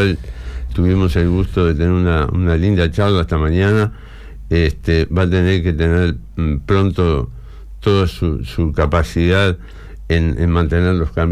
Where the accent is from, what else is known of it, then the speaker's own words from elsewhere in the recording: Rocha, Uruguay; en los pagos de donde yo vengo, que es el norte del departamento de Rocha